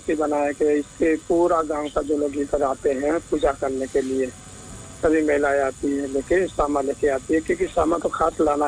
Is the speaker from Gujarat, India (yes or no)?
yes; Gujarat, India; हमारे गुजरात में